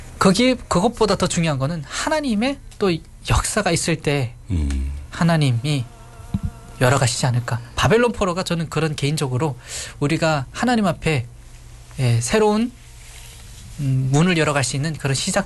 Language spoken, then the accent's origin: Korean; North Korea; now in South Korea; 지금 이 자리에 있는 저도 탈북자인데